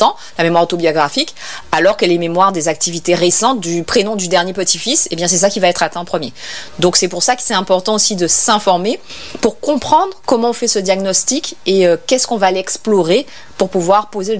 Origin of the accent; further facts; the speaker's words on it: Guadeloupe; en tant que Guadeloupéen